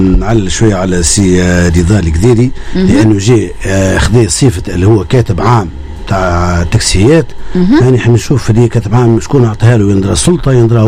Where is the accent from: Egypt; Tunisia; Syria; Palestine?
Tunisia; عندنا في تونس